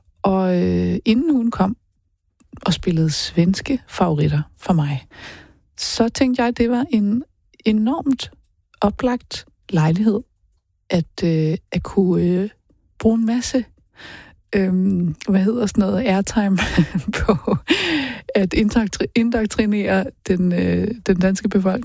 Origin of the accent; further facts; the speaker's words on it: Faroe Islands; til dem af jer, der ikke ved det, der jeg kommer fra Færøerne selv.